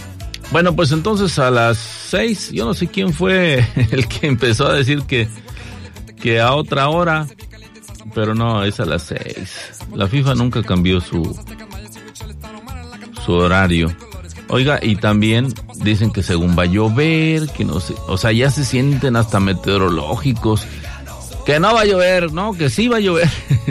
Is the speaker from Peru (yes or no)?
no; Mexico; como buen mexicano futbolero de barrio, ¿no? De pueblo